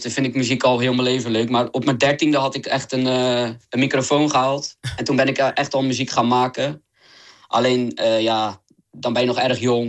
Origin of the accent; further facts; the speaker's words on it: Middelharnis, South Holland, Netherlands; also born or lived in Dirksland; Ik kom uit Middelharnis, geboren in Dirksland. Een echte flakkeenaar ben ik.